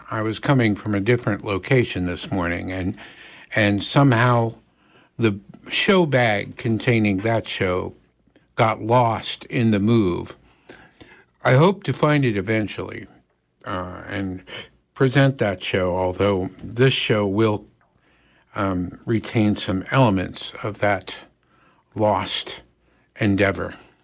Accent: Cincinnati, Ohio, United States

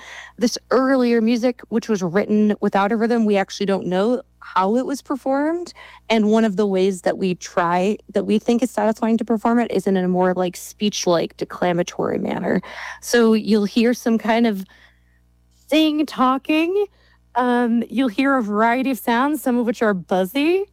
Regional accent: Minnesota, United States; now in Brooklyn, United States; I grew up in Minnesota, which I also love

